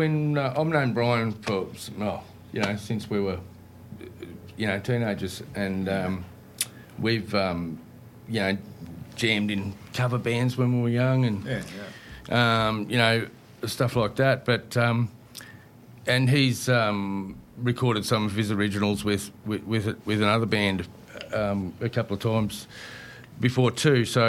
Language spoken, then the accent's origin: English; Kyabram, Victoria, Australia; No, I'm only an hour away. I'm in my hometown, Kyabram, so...